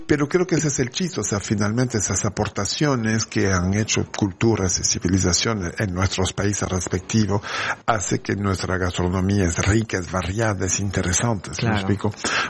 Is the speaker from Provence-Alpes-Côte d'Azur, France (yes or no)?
yes; Provence-Alpes-Côte d'Azur, France; Spanish is a second language; now in Mexico; Yo soy del sur de Francia, de la Costa Azul.